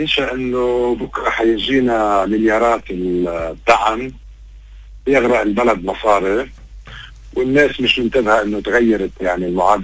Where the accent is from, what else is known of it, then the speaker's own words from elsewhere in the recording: Lebanon; نحن اليوم كلبنانيين